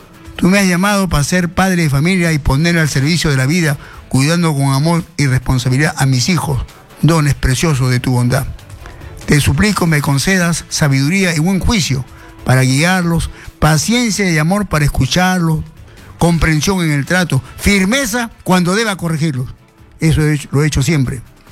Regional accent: Chincha Alta, Ica, Peru; no soy de Saturno, no soy de Júpiter, soy de Chincha.

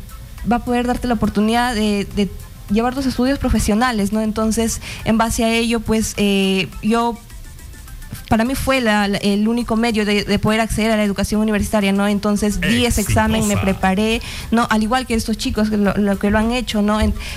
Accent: Cajamarca, Peru; Bueno, yo soy de Cajamarca, ¿no? Y soy también, al igual que mi compañera, la primera generación de mi familia, ¿no?, que puede acceder a la universidad.

